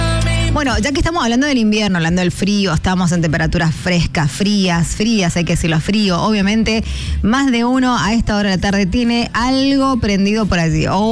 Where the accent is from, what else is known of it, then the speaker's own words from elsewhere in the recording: Mendoza, Argentina; a los mendocinos, por más que somos de Mendoza, vivimos aquí en Mendoza